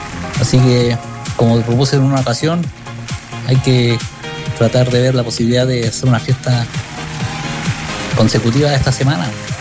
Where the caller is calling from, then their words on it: Mejillones, Antofagasta, Chile; Desde aquí, desde Mejillones.